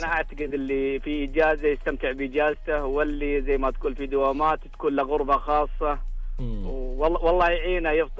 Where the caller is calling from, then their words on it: Yanbu, Medina Province, Saudi Arabia; أكلمكم من ينبع الصناعية.